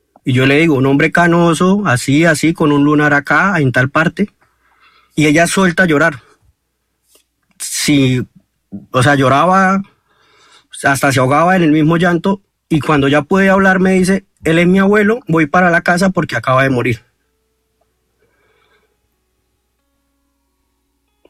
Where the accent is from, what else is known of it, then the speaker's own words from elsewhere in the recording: Bucaramanga, Santander, Colombia; pues yo soy de aquí, de Bucaramanga.